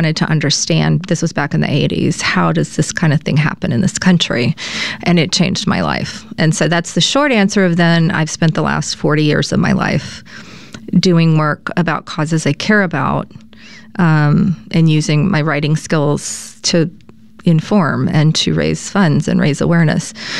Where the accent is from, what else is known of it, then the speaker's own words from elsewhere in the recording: Lake Charles, Louisiana, United States; I grew up in Lake Charles, and that is considered the Acadiana part of it, of the state